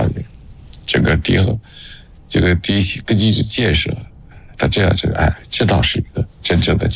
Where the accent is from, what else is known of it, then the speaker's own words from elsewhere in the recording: Nanjing, Jiangsu, China; born there; 我是在南京出生的，出生以后照了这张照片。